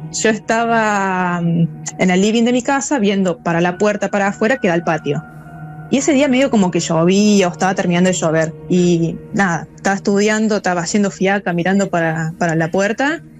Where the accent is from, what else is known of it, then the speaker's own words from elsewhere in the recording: Córdoba, Argentina; yo me crié en Córdoba, yo soy cordobesa, me crié en Córdoba.